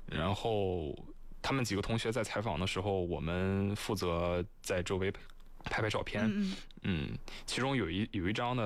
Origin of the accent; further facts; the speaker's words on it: Qingdao, Shandong, China; moved away as an adult; now in Hefei, China; 我来自山东青岛。